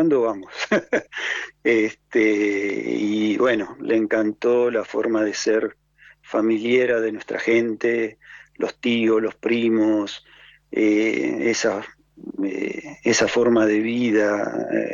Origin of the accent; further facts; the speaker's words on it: Argentina; moved away as an adult; Por intermedio de la empresa, yo salí de la Argentina, nunca me terminé de ir, digamos.